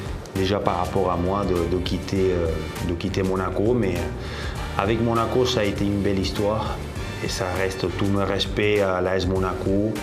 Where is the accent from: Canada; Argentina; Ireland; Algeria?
Argentina; Buenos Aires; moved away; also born or lived in France; je suis à Buenos Aires, ça fait 3 ans, de nouveau ici. J'avais le besoin, l'envie de rentrer chez moi.